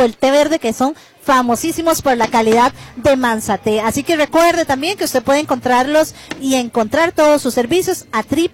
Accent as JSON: {"language": "Spanish", "region": "San José", "country": "Costa Rica", "said": "Yo soy de San José"}